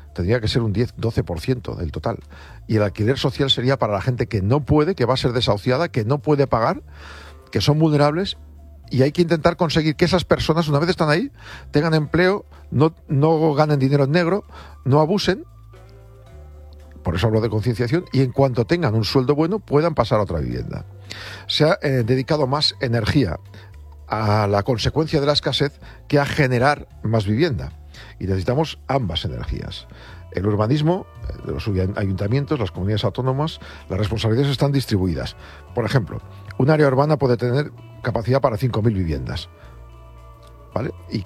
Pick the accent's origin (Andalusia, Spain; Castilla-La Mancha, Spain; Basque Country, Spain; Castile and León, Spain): Castile and León, Spain; Burgos; en mi pueblo, en Burgos, un pueblo pequeñito